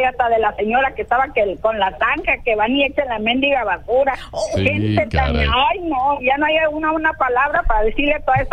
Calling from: Torreón, Coahuila, Mexico

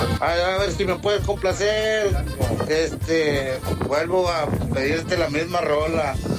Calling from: Pesquería, Nuevo León, Mexico; soy de acá de Pesquería, Nuevo León

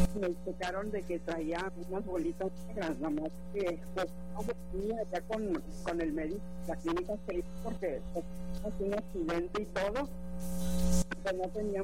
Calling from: General Escobedo, Nuevo León, Mexico; de acá, de Escobedo.

